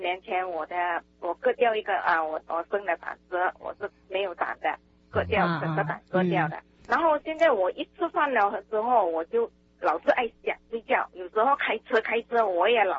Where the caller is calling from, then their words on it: Vancouver, British Columbia, Canada; Chinese is a second language; Hello, 你好， … ，我的国语讲的不是这么好。